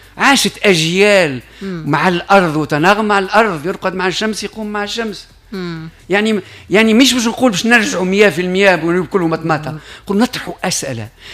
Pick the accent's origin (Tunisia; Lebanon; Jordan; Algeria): Tunisia; انا مانيش ولد فيسبوك، انا ولد تونس.